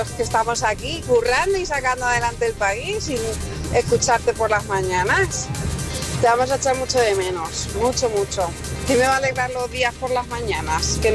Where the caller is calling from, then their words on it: Madrid, Community of Madrid, Spain; de Madrid